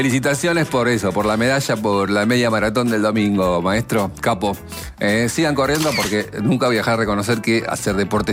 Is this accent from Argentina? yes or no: yes; Burzaco, Buenos Aires Province, Argentina; pero si somos de Bursaco, somos primos, porque ahí nos conocemos todos.